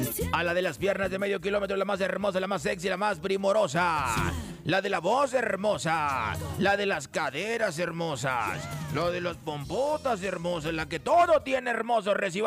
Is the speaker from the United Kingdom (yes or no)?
no; Mexico; Tú sabes bien que soy mexicano, yo, machín.